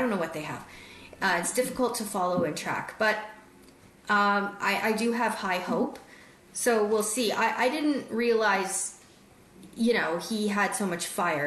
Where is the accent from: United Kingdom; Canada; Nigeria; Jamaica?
Canada; now in United States; I'm from Canada.